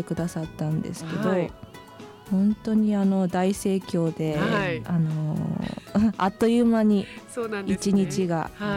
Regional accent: Fukushima, Japan; 私は生まれも育ちも福島県なので

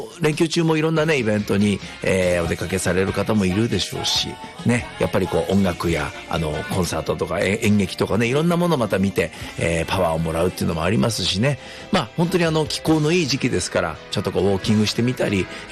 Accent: Towada, Aomori, Japan; moved away; 青森県十和田市でね、僕のふるさとで

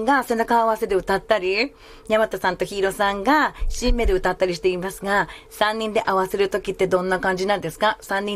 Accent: Philippines; Japanese is a second language; ちょっと私フィリピン人としてですね、この時に … の皆さんにそのフィリピンの人たちをなんかこのパフォーマンスを見せてくれるのがすごく嬉しいです。

